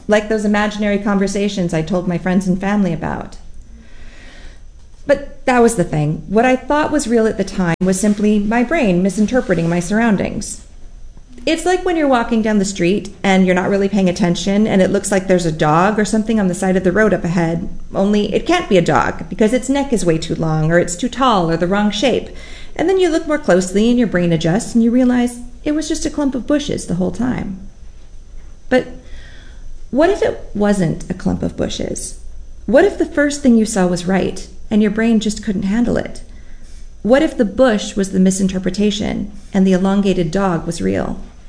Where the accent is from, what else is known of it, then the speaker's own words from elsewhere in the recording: Volcano, Hawaii, United States; I grew up in Volcano.